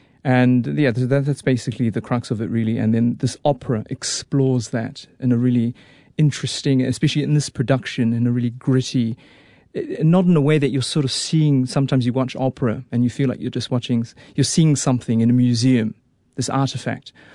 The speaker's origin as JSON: {"language": "English", "region": "Auckland", "country": "New Zealand", "tie": "born or raised there", "said": "I did. I grew up in Auckland. I grew up in East Auckland in Howick Highland Park."}